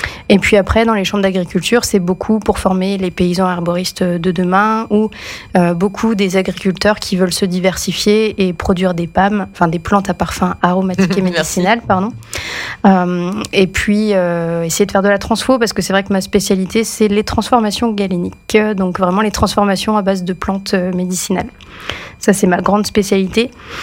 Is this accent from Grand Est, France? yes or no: yes; Grand Est, France; accent: Ardennes; now in Drôme, France; je suis pas originaire de la Drôme du tout. Peut-être certains reconnaîtront mon accent ardennais